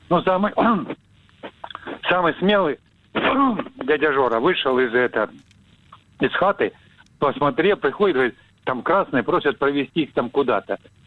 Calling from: Rostov-on-Don, Rostov Oblast, Russia; Ростов-на-Дону.

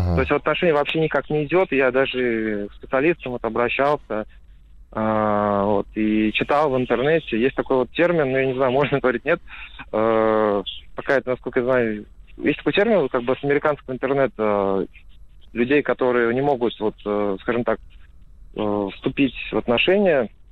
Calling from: Sochi, Krasnodar Krai, Russia; 26 лет, вот я из Сочи

